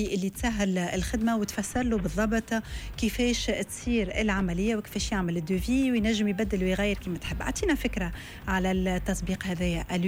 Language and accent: Arabic; Tunisia